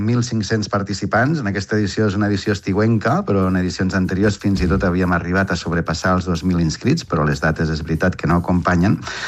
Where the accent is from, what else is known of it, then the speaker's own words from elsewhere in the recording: Balaguer, Catalonia, Spain; also born or lived in Barcelona; sóc d'aquestes que ja no sóc ni de Balaguer ni de Barcelona.